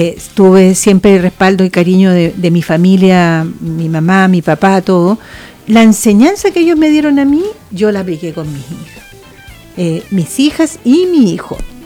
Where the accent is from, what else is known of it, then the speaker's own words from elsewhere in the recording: Chile; con el único fin de identificarnos más como chilenos